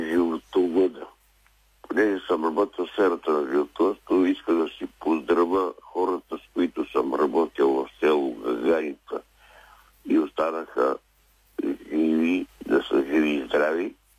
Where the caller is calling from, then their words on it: Stara Zagora Province, Bulgaria; обаждам се от моето родно село.